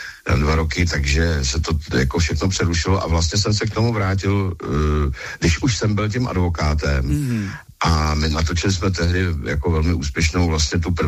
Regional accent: Rokycany, Plzeň Region, Czechia; teď jsme zrovna hráli v Rokycanech, odkud pocházím

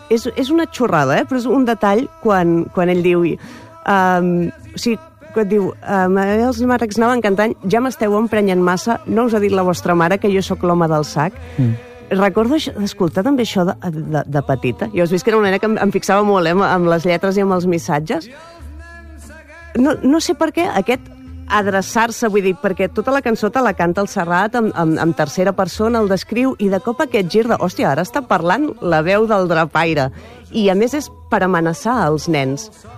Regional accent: Mataró, Catalonia, Spain; jo soc de Rocafonda també, com el Lamin Jamal

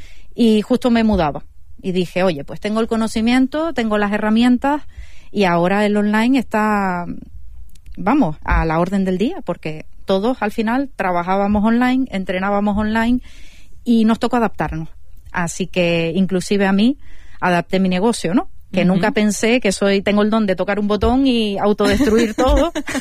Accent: Los Llanos de Aridane, Canary Islands, Spain; este proyecto está ubicado en mi ciudad natal, aquí en Los Llanos

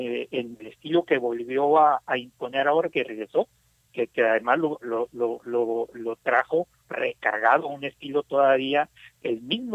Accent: Mexico

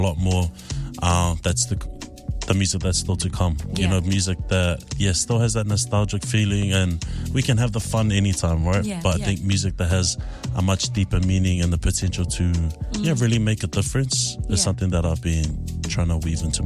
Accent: New Zealand; I'm like, okay, I'm from New Zealand. Yes, I'm from Aotearoa. Love Te Reo Māori.

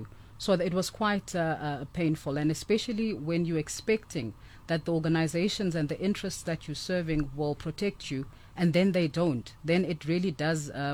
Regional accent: Johannesburg, Gauteng, South Africa; is a young black girl who was born and raised in Johannesburg. I grew up in the Johannesburg CBD.

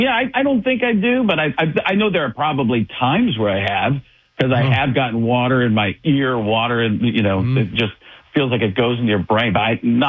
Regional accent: Waukesha, Wisconsin, United States; And I grew up in Waukesha. That's like, you know, just a little bit down the road.

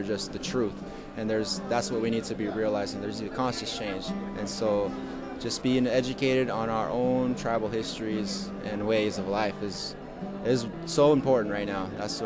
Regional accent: California, United States; I'm from the Winnemem-Wenzhou tribe in Northern California, and we are speaking on behalf of Mount Shasta and the McLeod River.

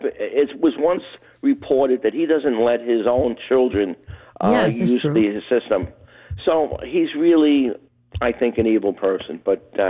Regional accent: Brooklyn, New York, United States; I'm from Brooklyn.

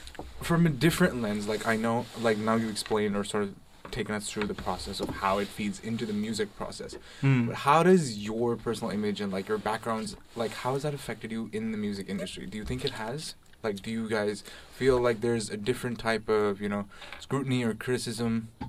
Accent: Pakistan; I am from Pakistan as well.

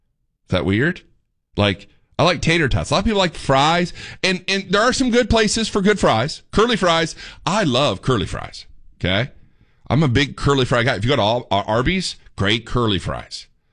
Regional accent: Indiana, United States; now in Dallas-Fort Worth, United States; I'm from Indiana

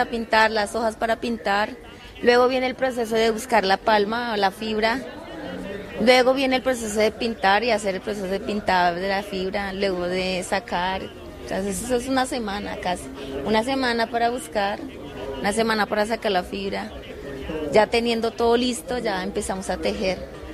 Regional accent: Nazareth, Amazonas, Colombia; Bien, entonces vengo del Amazonas, específicamente del resguardo indígena en Nazaret.

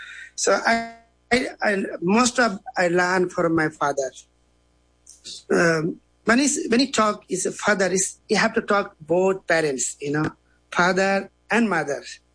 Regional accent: India; English is a second language; moved away; I was born and raised in India.

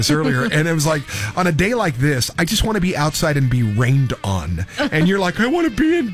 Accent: Fort Stanton, New Mexico, United States; moved away; I grew up in Fort Stanton, uh-huh. which is just outside of Capitan, and we used to get a lot of rain.

